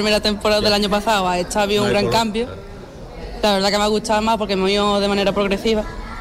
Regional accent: Arcos de la Frontera, Andalusia, Spain; Sí, yo soy de Arco

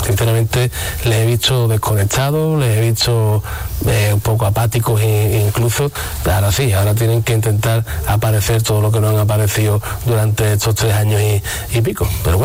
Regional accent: Arcos de la Frontera, Andalusia, Spain; creo en mi pueblo

